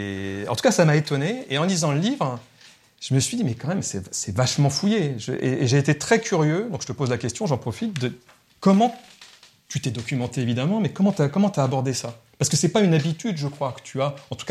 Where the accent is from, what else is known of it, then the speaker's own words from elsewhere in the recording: Granville, Normandy, France; born there; Moi, je suis né à Granville.